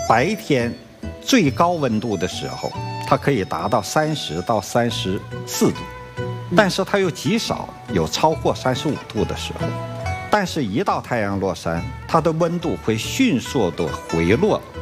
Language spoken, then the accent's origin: Chinese; Northeast China, China; 我是东北的，从东北我们去聊这个问题。